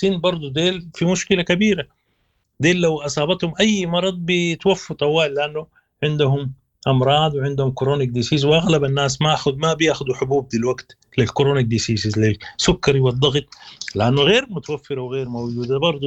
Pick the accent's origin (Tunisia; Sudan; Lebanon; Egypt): Sudan; كسودانيين